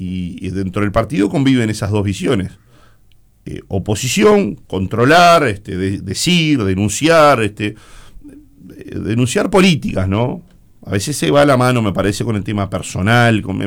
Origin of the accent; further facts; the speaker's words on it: Uruguay; porque me preocupan como uruguayo.